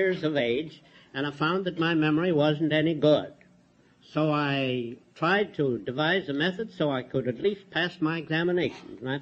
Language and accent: English; Milwaukee, Wisconsin, United States; born there; Well, I was born in Milwaukee.